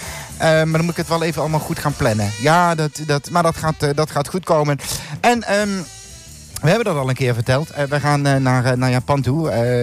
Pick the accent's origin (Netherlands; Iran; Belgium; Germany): Netherlands; Sittard, Limburg; En dat was op een, ik kom uit Sittard.